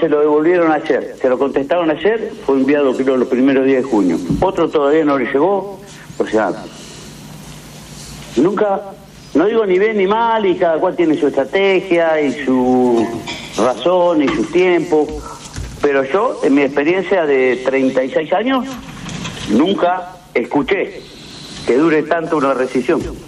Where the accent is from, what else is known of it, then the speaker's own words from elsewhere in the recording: Argentina; viste como somos los argentinos.